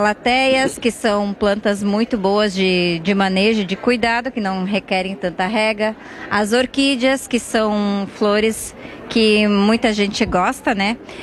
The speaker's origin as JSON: {"language": "Portuguese", "town": "Ivoti", "region": "Rio Grande do Sul", "country": "Brazil", "said": "nós somos de Ivoti."}